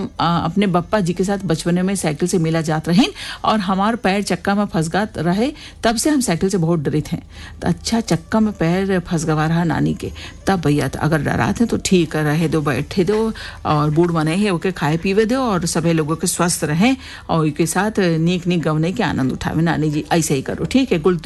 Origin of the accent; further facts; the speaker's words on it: Barabanki, Uttar Pradesh, India; कटरा बारामंकी का रहने वाला हूँ